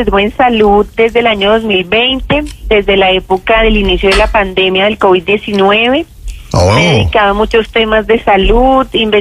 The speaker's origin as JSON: {"language": "Spanish", "region": "Bogotá", "country": "Colombia", "tie": "born there", "said": "yo soy una joven colombo-peruana. Mi mamá es peruana, mi papá colombiano. Nací en Bogotá. Soy una persona que nació en un hogar de mucha fe, de mucha fe en Dios, en la Virgen, un hogar católico cristiano"}